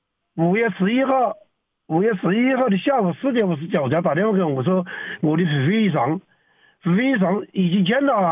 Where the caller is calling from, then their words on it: Yueyang, Hunan, China; 我们是岳阳市岳楼区。